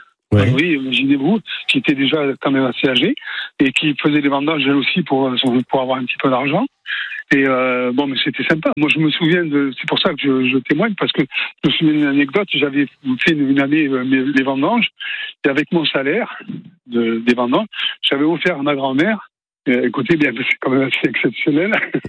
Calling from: Nouvelle-Aquitaine, France; Je suis dans le Médoc, là. Je suis à Végadon.

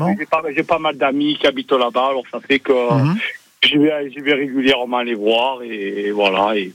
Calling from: Marseille, Provence-Alpes-Côte d'Azur, France; je suis de Marseille.

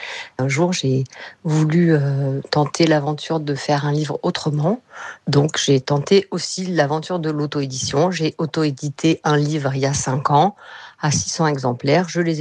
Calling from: Paris, Île-de-France, France; Je suis autrice et illustratrice et je vous appelle de Paris.

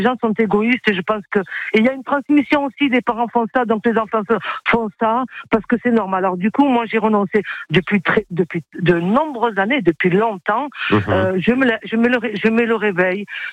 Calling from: Marseille, Provence-Alpes-Côte d'Azur, France; Je suis Marseillaise, je suis fière de l'être.

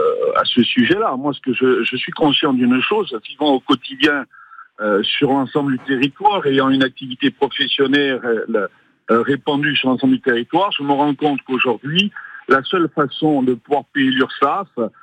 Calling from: Corsica, France

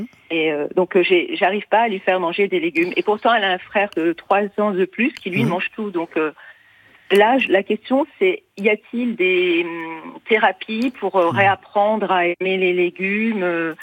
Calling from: Gif-sur-Yvette, Île-de-France, France; De Gif-sur-Yvette.

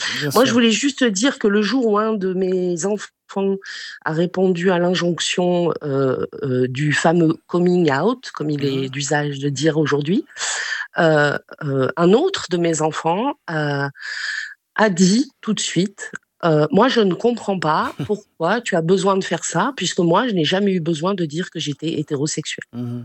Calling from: Switzerland; J'appelle de Suisse.

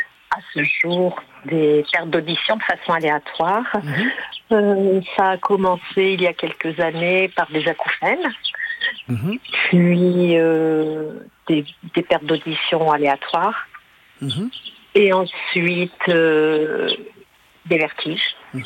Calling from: Tours, Centre-Val de Loire, France; À côté de Tours, je suis de Tours.

